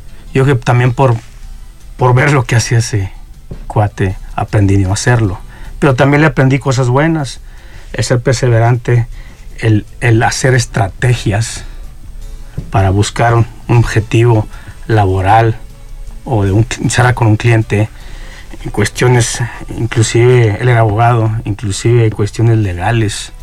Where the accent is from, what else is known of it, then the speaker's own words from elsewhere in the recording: Monterrey, Nuevo León, Mexico; moved away; also born or lived in Mexico City; de estos 26 años que me salí de Monterrey, porque primero me fui a Ciudad de México. En primera instancia era una lucha interna conmigo en tratar de encontrar las palabras adecuadas para convencer a mis papás de que ya no iba a regresar a Monterrey.